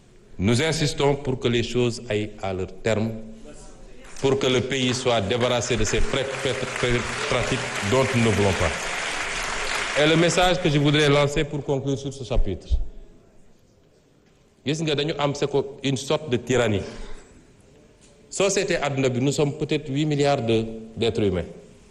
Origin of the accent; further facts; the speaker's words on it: Senegal; Nous, au Sénégal